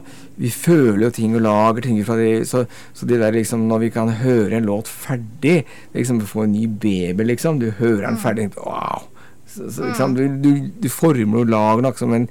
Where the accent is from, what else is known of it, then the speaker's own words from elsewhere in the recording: Oslo, Norway; now in Bjørkelangen, Norway; Du, jeg er egentlig fra Oslo, men jeg flyttet til Bjørkelangen, altså Aurskog-Høland kommune da.